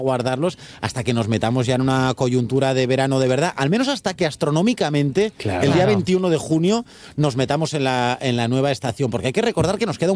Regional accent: Asturias, Spain; Claro, somos protestones, los asturianos somos repunantucos, entonces protestamos siempre por todo

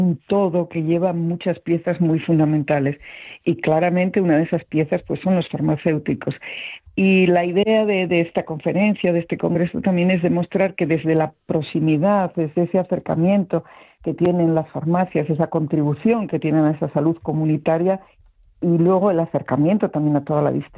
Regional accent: Asturias, Spain; Siendo asturiana y hablando con amigos asturianos

